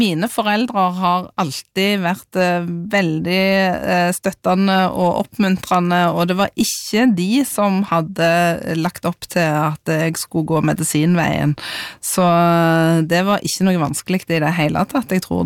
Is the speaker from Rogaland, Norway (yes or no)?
yes; Sandnes, Rogaland, Norway; alle ungene I gata der jeg vokste opp med sto klar og ventet på bokbussen på mandags ettermiddagen